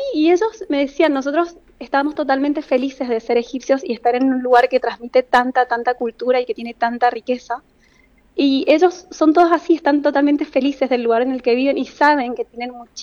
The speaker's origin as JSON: {"language": "Spanish", "country": "Argentina", "moved": "yes", "lives_now": "Egypt", "said": "Voy a estar sola como argentina"}